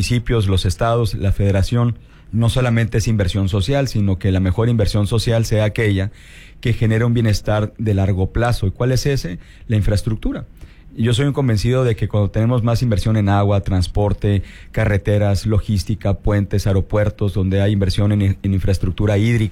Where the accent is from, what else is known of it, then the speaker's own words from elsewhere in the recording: Sonora, Mexico; Y yo siempre he estado convencido como buen sonorense de que lo que nos abre puertas es el mérito